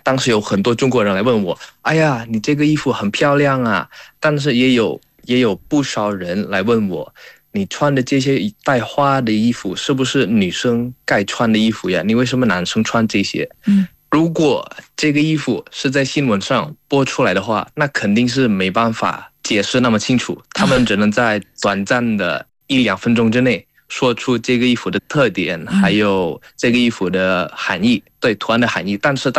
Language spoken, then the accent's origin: Chinese; Indonesia; 比如说，我作为一个印尼人，我不仅可以了解中华文化，但是我也会问，我作为印度尼西亚的代表，印度尼西亚年轻人的代表